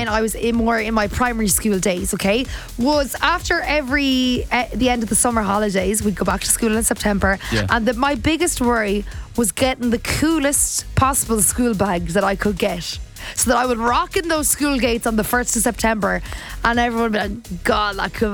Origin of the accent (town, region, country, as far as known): Limerick, Munster, Ireland; born there